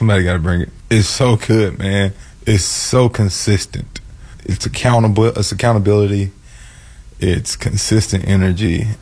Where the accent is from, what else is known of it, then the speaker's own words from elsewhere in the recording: Mississippi, United States; also born or lived in Hamilton, Ontario; I'm from Mississippi.